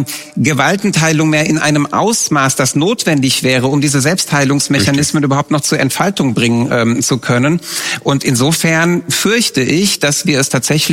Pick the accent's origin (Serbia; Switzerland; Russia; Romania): Romania; born or raised there